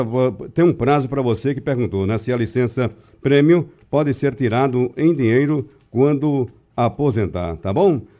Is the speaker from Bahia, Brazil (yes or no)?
no; Caruaru, Pernambuco, Brazil; also born or lived in Jupi; nós que moramos em Caruaru, né? Nós que fomos criados em Caruaru, nascido em Jupi, eu, né? Mas criado em Caruaru